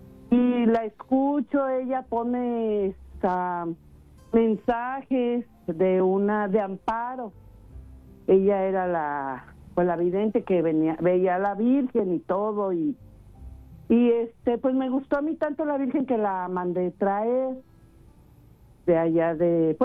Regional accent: León, Guanajuato, Mexico; Yo me recuerdo allá en mi pueblo. Yo soy de León, Guanajuato.

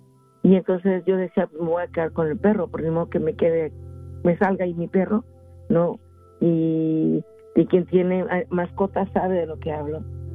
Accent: Mexico City, Mexico; now in United States; yo vengo de la Ciudad de México, así que también es igual allá.

